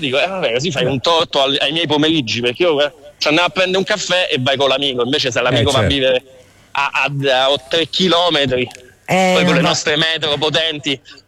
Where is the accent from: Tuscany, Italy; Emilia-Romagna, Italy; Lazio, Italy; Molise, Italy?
Lazio, Italy; Rome; io sono di Roma